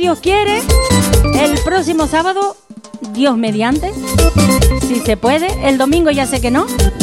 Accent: La Dama, Canary Islands, Spain; desde La Dama, desde mi pueblo.

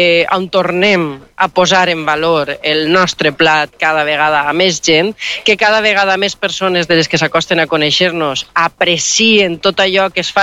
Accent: Gandia, Valencian Community, Spain; Arribar a qualsevol part del territori nacional, que això m'ha passat a mi, i preguntar, i dir, no, vinc de Gandia. Ah, la Fideuà.

